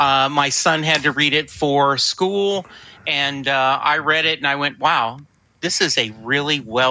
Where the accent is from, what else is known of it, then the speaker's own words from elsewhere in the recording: Louisville, Texas, United States; from Louisville, Texas.